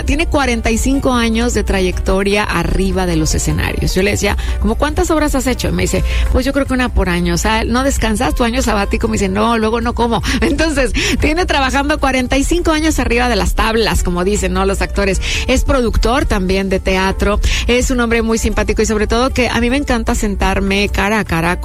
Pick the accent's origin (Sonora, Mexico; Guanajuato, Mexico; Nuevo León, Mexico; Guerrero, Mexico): Nuevo León, Mexico; Monterrey; desde mi tierra, desde Monterrey. Digo desde mi tierra porque, bueno, estamos haciendo este programa desde Monterrey